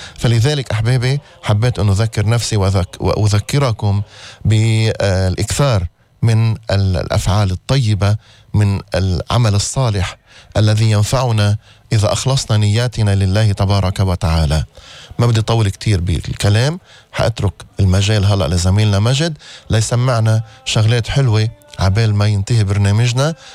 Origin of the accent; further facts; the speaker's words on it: Lebanon; بلدنا لبنان، لبنان الغالي